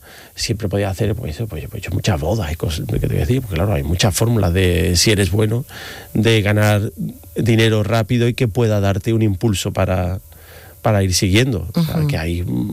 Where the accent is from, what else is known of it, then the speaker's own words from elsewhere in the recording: Seville, Andalusia, Spain; also born or lived in Madrid; Pero el acento me delata, en fin, ¿dónde sí, vivo? Sí. No, soy sevillano.